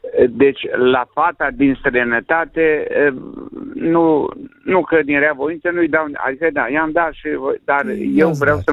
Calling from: Viișoara, Romania; Sunt din Viișoara

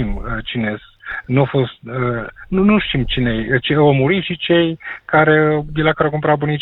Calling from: Cluj-Napoca, Cluj County, Romania; sunt de la Cluj-Napoca.

